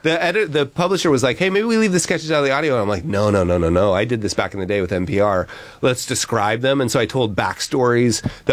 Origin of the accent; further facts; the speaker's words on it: Utah, United States; We're from Utah, like